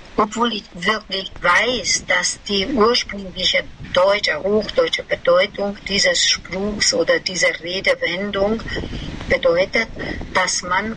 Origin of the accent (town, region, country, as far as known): Pilisszentiván, Pest, Hungary